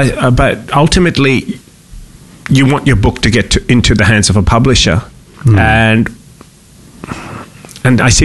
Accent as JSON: {"language": "English", "town": "Kolkata", "region": "West Bengal", "country": "India", "tie": "born or raised there", "said": "I was born in Calcutta, where I had learnt to mix with Bengalis, Parsis, Muslims, Chinese, Sikhs, Jews and Goras from the UK, America, Europe and Australia. Growing up in Calcutta, I heard many languages. Anglo-Indian families such as mine spoke English at home"}